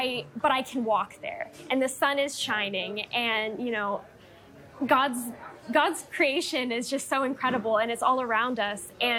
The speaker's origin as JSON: {"language": "English", "town": "San Antonio", "region": "Texas", "country": "United States", "said": "I'm originally actually from San Antonio, Texas."}